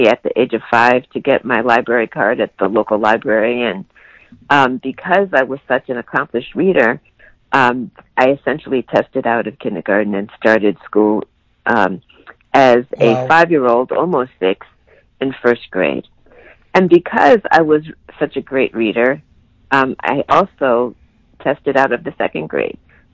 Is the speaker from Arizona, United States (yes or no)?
no; Tallahassee, Florida, United States; born there; as I said, I was born in Tallahassee, Florida, but I didn't grow up there.